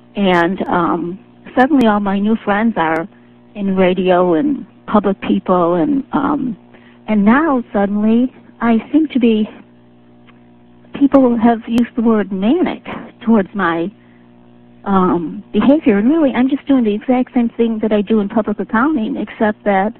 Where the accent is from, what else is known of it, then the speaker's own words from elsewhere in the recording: Chicago, Illinois, United States; I'm from Chicago, Hillary Clinton's hometown.